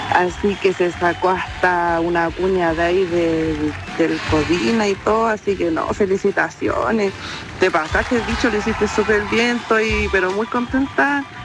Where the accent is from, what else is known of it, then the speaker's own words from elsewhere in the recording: Puente Alto, Santiago Metropolitan Region, Chile; de Puente Alto, desde el Cine Costanera, personal de limpieza para Bio Bio, la radio.